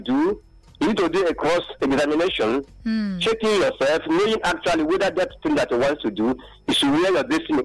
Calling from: Abuja, Federal Capital Territory, Nigeria; calling you right away from the Lokwa Bambu, in Abukulu government area of Abuja State.

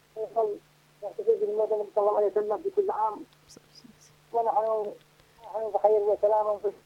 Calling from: Bayt al-Faqih, Al Hudaydah, Yemen; من بيت الفقيه محافظة الزيدة.

